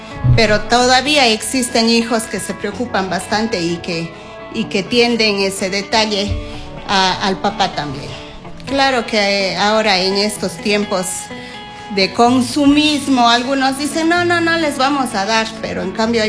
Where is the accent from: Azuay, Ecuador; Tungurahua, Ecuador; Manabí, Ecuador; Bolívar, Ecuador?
Azuay, Ecuador; Cuenca; Como buena cuencana, pues voy a defender a mi cuenquita.